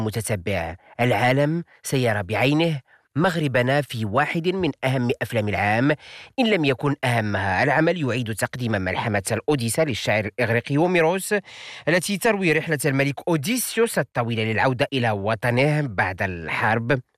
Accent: Morocco

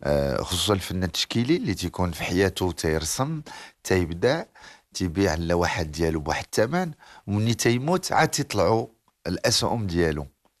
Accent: Morocco; عندنا في المغرب

